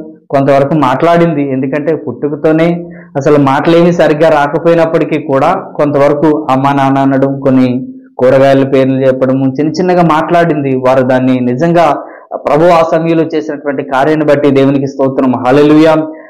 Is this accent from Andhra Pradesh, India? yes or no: yes; Andhra Pradesh, India; మాది విశాఖ జిల్లాలో ఒక చిన్న కుగ్రామం, చిన్న గ్రామం. మా గ్రామం పేరు కొంతలం గ్రామం. నేను, మా చెల్లి, అమ్మ, నాన్న, మా అమ్మమ్మ ఇంట్లో ఉండేవాళ్ళము.